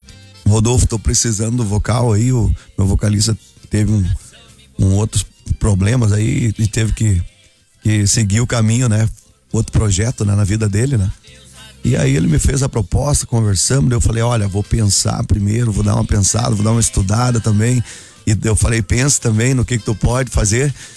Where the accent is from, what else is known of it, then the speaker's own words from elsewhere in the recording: Palmeira, Rio Grande do Sul, Brazil; now in Lajeado, Brazil; Palmeira das Missões, Palmeira. É, mas bem do interior do Rio Grande do Sul.